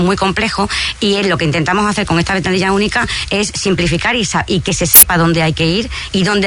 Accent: Llerena, Extremadura, Spain; Yo, por ejemplo, soy de Campiña Sur y yo reconozco que ha sido un problema de comunicación, que es difícil que se puedan trasladar de mi pueblo Llerena a Cáceres determinados estudiantes.

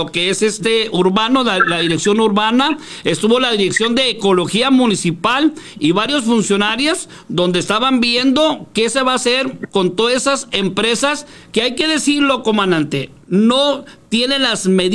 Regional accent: Ciudad Juárez, Chihuahua, Mexico; vas a decir, ay caray, ¿a qué horas cambió mi ciudad?

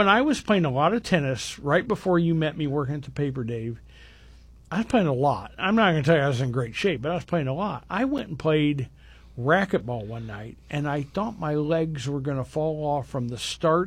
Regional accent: Springfield, Illinois, United States; You and I grew up in the Bunn Park neighborhood.

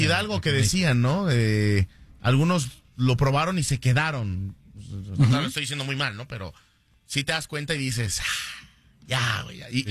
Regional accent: Mexico; Ponte a pensar que todos somos mexicanos, por Dios.

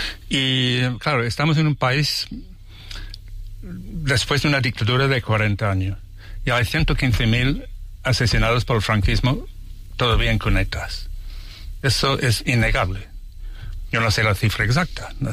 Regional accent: Ireland; Yo soy irlandés

